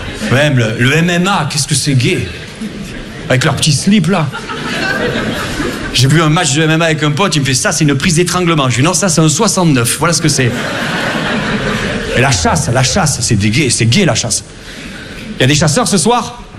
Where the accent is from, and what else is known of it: Perpignan, Occitanie, France